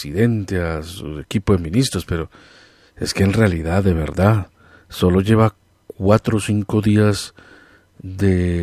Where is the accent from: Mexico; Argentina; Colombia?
Colombia; como colombiano que soy